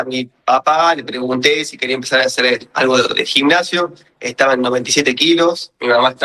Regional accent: Alta Gracia, Córdoba, Argentina

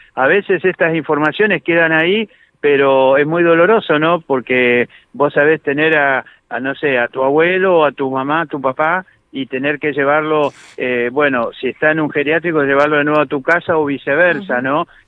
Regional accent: Argentina

